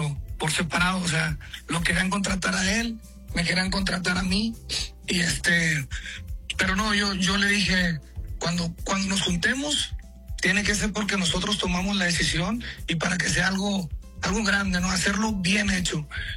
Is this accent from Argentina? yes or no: no; Mexico